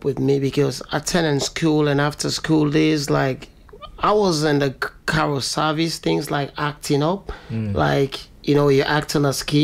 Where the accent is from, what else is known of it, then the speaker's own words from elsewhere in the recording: Sierra Leone; moved away; But I'm from Sierra Leone.